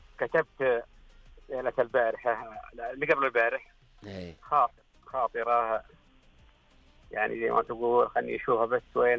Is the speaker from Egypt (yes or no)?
no; Taif, Makkah Province, Saudi Arabia; أنا بالنسبة لي طبعا ابن الطائف